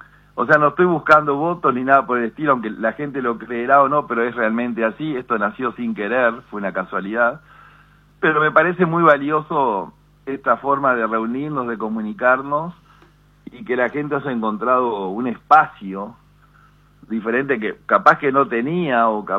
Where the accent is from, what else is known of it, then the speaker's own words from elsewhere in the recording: Paysandú, Uruguay; soy de Paysandú, la gente de Paysandú tiene un sentimiento muy, muy profundo con la historia de Leandro Gómez, el famoso sitio y todo eso